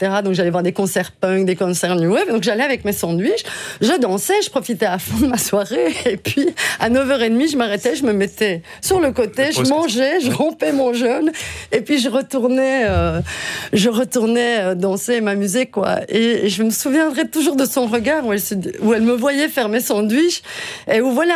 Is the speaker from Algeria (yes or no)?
no; Brussels, Brussels-Capital Region, Belgium; Moi, je viens de Kokkelberg et Molenbeek.